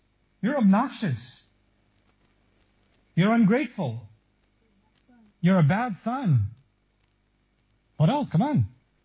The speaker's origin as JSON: {"language": "English", "country": "Pakistan", "said": "I'm from Pakistan, and in Pakistan, it is haram to encourage your children. We don't, we have a different madhab"}